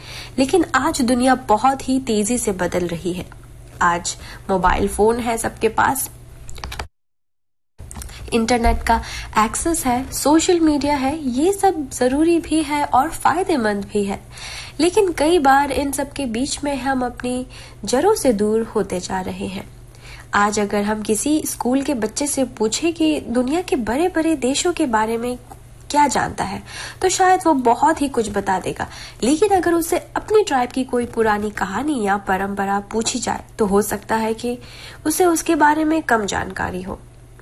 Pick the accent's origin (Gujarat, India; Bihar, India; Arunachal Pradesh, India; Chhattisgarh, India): Arunachal Pradesh, India; लेकिन अरुणाचल की असली पहचान सिर्फ उसकी प्रकृति ही नहीं, हमारी असली पहचान है हमारा कल्चर, हमारा ट्रेडिशन और हमारा इंडिजिनस कम्युनिटीज।